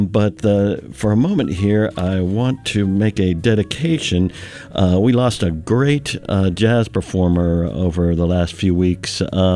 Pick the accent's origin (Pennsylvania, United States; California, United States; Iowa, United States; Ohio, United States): Pennsylvania, United States; Pittsburgh; growing up in Pittsburgh